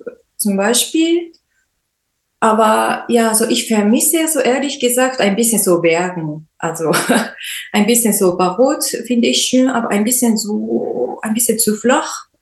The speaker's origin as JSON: {"language": "German", "country": "Japan", "second_language": "German", "lives_now": "Germany", "said": "ich wollte eigentlich in meiner Heimat also weiter wohnen, aber bei ihm war es ein bisschen schwierig, also in Japan zu wohnen"}